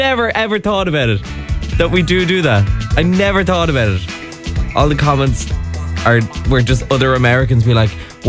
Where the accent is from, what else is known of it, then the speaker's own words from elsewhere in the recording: Ireland; things that we as Irish people say, or the way we say certain things.